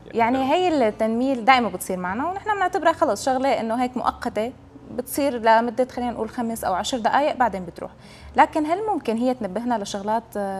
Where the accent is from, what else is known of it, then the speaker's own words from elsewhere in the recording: Syria; عندنا بسوريا